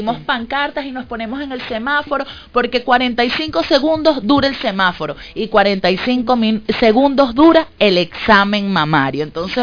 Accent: Venezuela

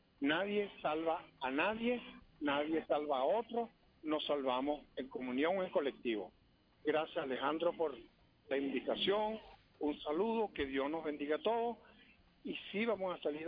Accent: Venezuela

